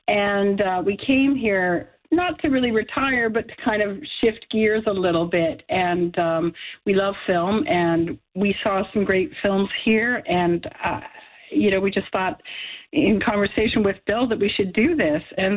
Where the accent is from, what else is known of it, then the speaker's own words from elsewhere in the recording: West Coast, Canada; now in Cape Breton, Canada; I come from the other coast, I come from the West Coast